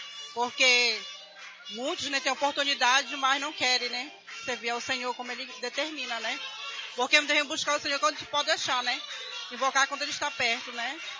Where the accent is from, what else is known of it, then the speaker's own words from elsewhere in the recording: Presidente Figueiredo, Amazonas, Brazil; BR-174, quilômetro 109, Presidente Figueiredo.